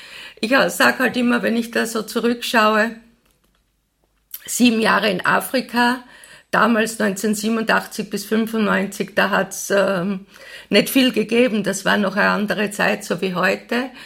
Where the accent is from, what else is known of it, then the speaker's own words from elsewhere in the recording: Graz, Styria, Austria; now in Semriach, Austria; Ich bin 1963 geboren, in Graz geboren, aufgewachsen.